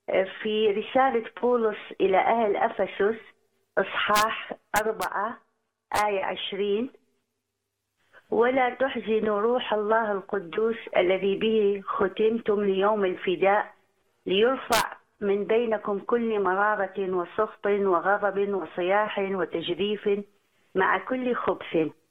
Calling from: Canada; انا بنت الرب من كندا

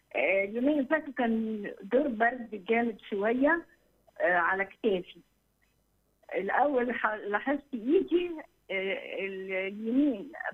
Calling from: Egypt; انا من مصر.

